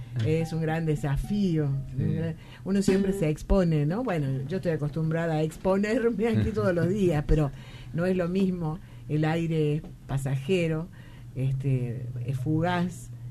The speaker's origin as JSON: {"language": "Spanish", "region": "Tucumán", "country": "Argentina", "said": "porque somos tucumanos"}